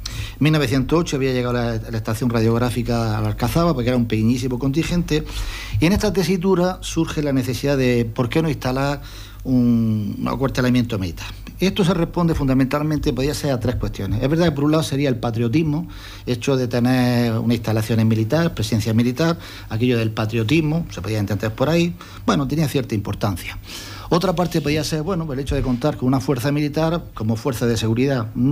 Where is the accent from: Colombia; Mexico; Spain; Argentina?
Spain; Almería, Andalusia; los que somos de Almería